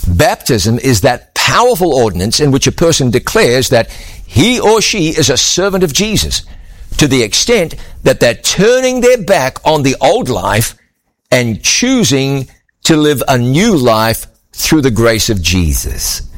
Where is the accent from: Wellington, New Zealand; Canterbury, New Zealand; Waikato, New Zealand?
Waikato, New Zealand; born there; moved away; just 35 miles in a straight line from where I was born.